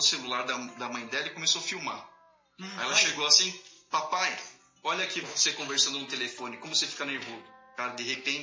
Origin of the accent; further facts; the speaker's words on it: São Paulo, Brazil; moved away as an adult; now in Guararema, Brazil; Na realidade, eu sempre nasci em São Paulo, sempre morei em São Paulo. Frequentava aqui o interior só de final de semana.